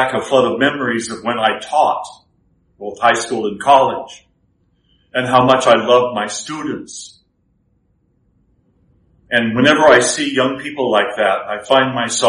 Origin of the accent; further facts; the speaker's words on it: Spokane, Washington, United States; When I was growing up in Spokane, I can remember family gatherings that were almost on a weekly basis